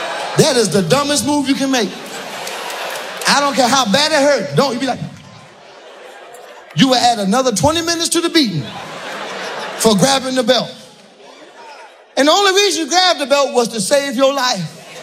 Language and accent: English; San Diego, California, United States; So I'm from San Diego, California, and I hate going down there because I hate hanging out with my loser friends.